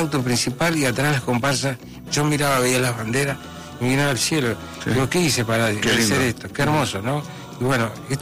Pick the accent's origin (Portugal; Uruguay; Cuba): Uruguay; Montevideo; Entonces lo viví en un barrio donde nacieron comparsas importantes. Yo nací en La Unión